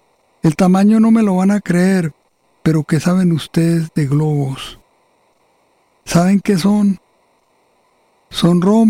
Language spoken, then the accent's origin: Spanish; Medellín, Antioquia, Colombia; born there; sala de la casa de la calle del Perú de la ciudad de Medellín, capital de Antioquia. En la casa en donde yo nací